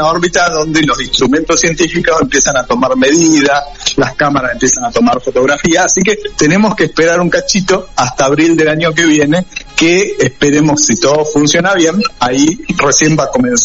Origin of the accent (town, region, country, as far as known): Argentina